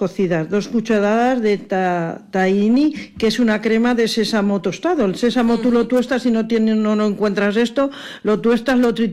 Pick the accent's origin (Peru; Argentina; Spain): Spain; Que con nosotros somos los españoles somos especiales, nos tomamos la tarde cuando queremos.